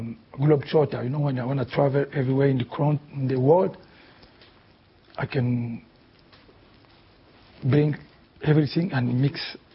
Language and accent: English; Kinshasa, DR Congo; I never grew up, I never speak Swahili when I grew up in Kinshasa, so just Lingala, it will be French.